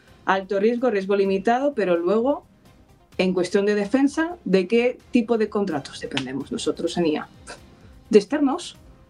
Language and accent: Spanish; Spain; Esto yo me lo pregunto a mí como española